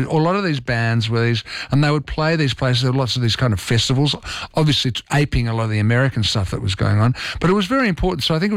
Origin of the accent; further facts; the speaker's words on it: Lagos, Nigeria; born there; Yes, you are right. I was born in Lagos, Nigeria.